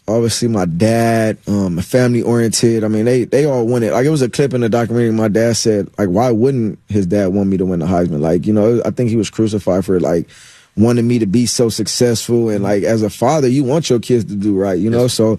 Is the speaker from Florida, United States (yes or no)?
no; Los Angeles, California, United States; Growing up in Los Angeles, California, drug abuse, violence, I mean, it's just a lot.